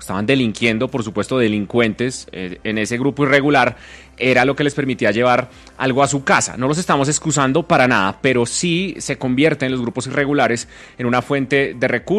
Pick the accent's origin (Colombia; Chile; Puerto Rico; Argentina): Colombia